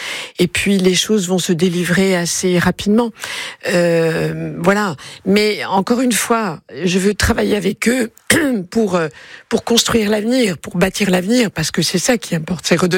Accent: Bourgogne-Franche-Comté, France

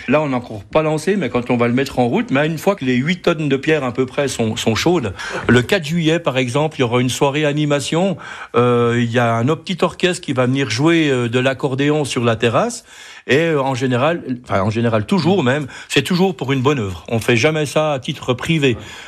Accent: Bonnevaux, Bourgogne-Franche-Comté, France

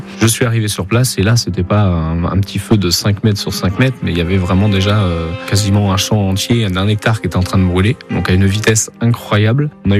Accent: Auvers-le-Hamon, Pays de la Loire, France; J'ai grandi à Auvers-le-Hamon, donc à côté de Sablé-sur-Sarthe, bercé par la famille.

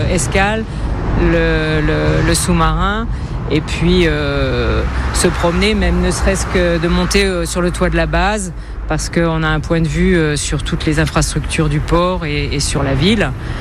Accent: Pays de la Loire, France; now in Saint-Nazaire, France; C'est ma ville de cœur maintenant, alors que d'origine, j'étais de Vendée, j'aime beaucoup la Vendée, j'étais fière d'être vendéenne, mais maintenant je suis fière d'être nazérienne.

